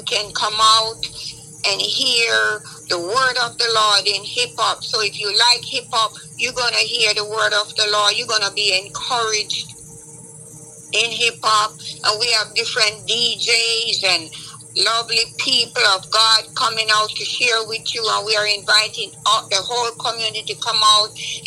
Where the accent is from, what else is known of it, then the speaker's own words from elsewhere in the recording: Jamaica; now in Atlanta, United States; I am originally from Jamaica, and I've made my home in Atlanta, loving living here.